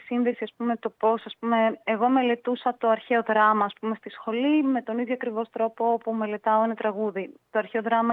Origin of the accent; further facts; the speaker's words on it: Thessaloniki, Central Macedonia, Greece; moved away as an adult; now in Athens, Greece; Γεννήθηκα και μεγάλωσα στη Θεσσαλονίκη.